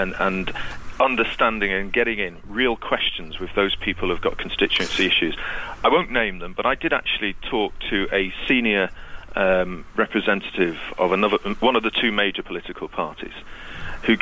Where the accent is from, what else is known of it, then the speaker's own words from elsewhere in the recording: Manchester, North West England, United Kingdom; I'm a Mancunian.